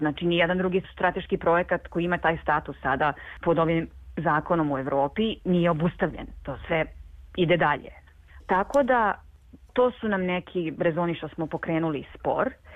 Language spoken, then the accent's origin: Serbian; Serbia; mislim, mi nismo lokalna zajednica, ali mi smo lokalni Srbi, jel tako?